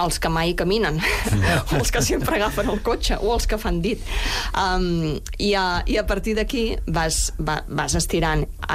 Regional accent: La Garriga, Catalonia, Spain; Com el llibreter del meu poble, en Jordi de l'Estrogoff, de la llibreria Estrogoff de la Garriga

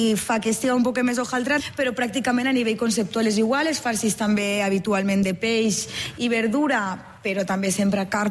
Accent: Valencian Community, Spain; Jo vinc de la Safor, vinc de les comarques centrals i en la Safor és molt, molt típic que són les coques de Daxa.

